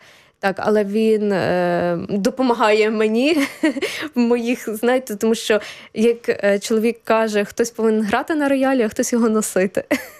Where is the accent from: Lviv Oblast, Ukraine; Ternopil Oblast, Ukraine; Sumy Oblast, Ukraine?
Ternopil Oblast, Ukraine; born or raised there; also born or lived in Kyiv